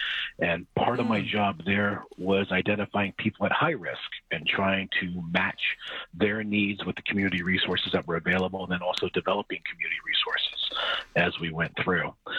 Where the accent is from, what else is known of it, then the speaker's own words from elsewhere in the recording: Oil City, Pennsylvania, United States; also born or lived in Oakland; I come originally from Oakland, is where I was born. But we moved to Oil City, and from there I wound up going to college in Pennsylvania